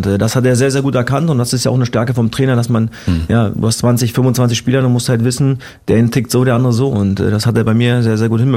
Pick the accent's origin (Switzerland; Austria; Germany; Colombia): Germany; Cottbus, Brandenburg; born there; Also ich bin gebürtiger Cottbusser